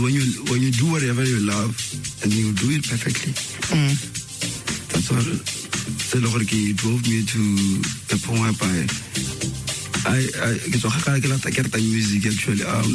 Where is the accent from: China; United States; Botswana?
Botswana; Francistown; I grew up in Francistown, basically.